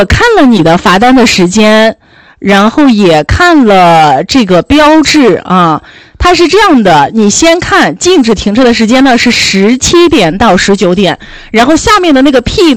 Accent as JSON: {"language": "Chinese", "region": "Shanxi", "country": "China", "said": "我们山西人就是喜欢当皇，你知道吗？"}